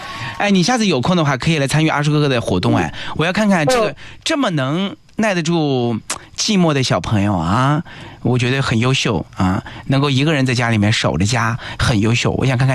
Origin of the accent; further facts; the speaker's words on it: Hefei, Anhui, China; 我们老家在安徽合肥，你看吧，合肥旁边的一个灿烂子头啊，在一个村落里面